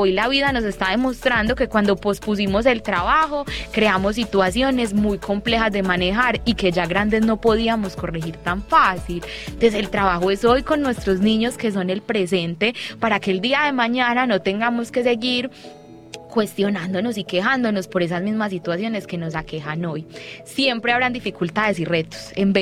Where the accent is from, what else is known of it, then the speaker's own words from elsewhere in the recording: Medellín, Antioquia, Colombia; born there; Yo nací en Belén Rincón